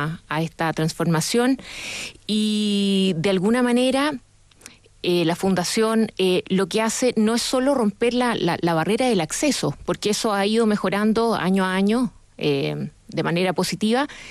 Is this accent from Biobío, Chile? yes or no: yes; Los Ángeles, Biobío, Chile; moved away as an adult; now in Santiago, Chile; Yo puntualmente vengo de Los Ángeles, en el Biobío